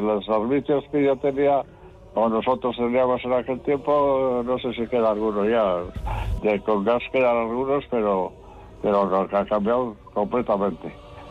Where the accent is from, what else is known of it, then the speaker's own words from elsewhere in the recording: Machichaco, Basque Country, Spain; O sea que ahí he nacido, y bueno, pues después era normal para mí. Era un sitio donde yo había tenido mi niñez y mi juventud